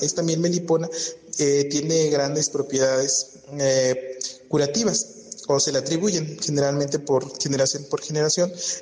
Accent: Cuetzalan del Progreso, Puebla, Mexico; born or raised there

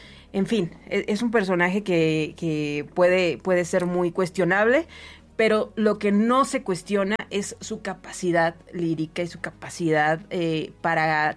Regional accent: Monterrey, Nuevo León, Mexico; O sea, somos de Monterrey y estábamos en este marco temporal que ni siquiera tiene claro cuándo terminó y cuándo empezó

